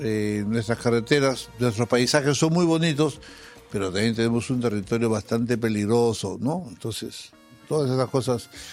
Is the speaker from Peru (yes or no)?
yes; Lima, Peru; born there; moved away as an adult; also born or lived in Jayanca; Yo nací en Lima.